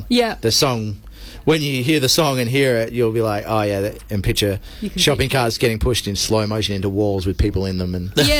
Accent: Kalgoorlie, Western Australia, Australia; This song actually reminds me of growing up in Kalgoorlie

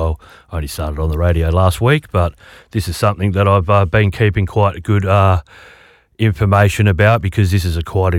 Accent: Perth, Western Australia, Australia; well, I'm from Perth

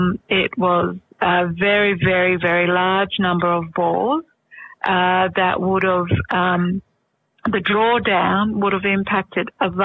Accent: Northern Territory, Australia; I'm from the Northern Territory. … from Southwest Katherine. So Northern Territory woman

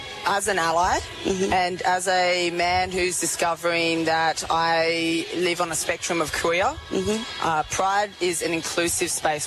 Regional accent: Albany, Western Australia, Australia; born or raised there

